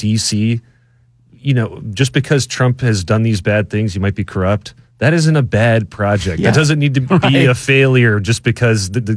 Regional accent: United States; born there; I'm glad to have fallen out of a lady in America.

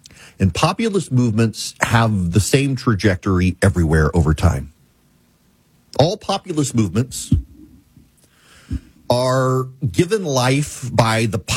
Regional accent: Louisiana, United States; I'm from Louisiana.

